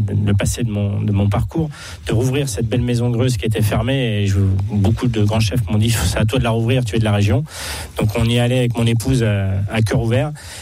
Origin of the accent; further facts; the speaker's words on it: Charolles, Bourgogne-Franche-Comté, France; born there; en plus avec un produit du terroir, le charolais mi-sec, le fromage, moi je suis né de Charolles.